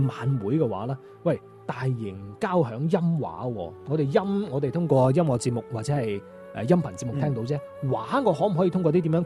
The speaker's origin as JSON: {"language": "Cantonese", "region": "Guangdong", "country": "China", "said": "珠玑古巷咧就系我哋广府人由中原落嚟之后入到岭南第一处经过嘅地方"}